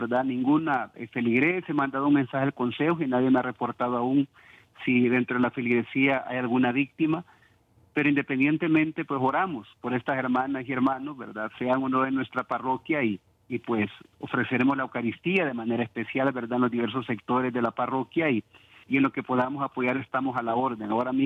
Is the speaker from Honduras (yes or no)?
yes; Honduras